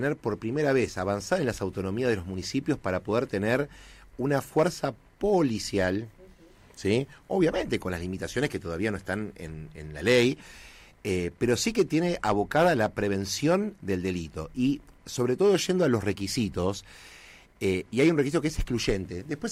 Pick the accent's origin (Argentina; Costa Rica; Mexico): Argentina; Quilmes, Buenos Aires Province; Yo siempre toda mi vida viví acá, nací en Tesal, sí, en Bernal, viví, sí, sí, toda la vida en Quilmes.